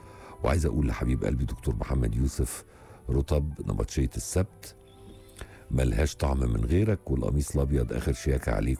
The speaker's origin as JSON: {"language": "Arabic", "town": "Faiyum", "region": "Faiyum Governorate", "country": "Egypt", "said": "من الفيوم،"}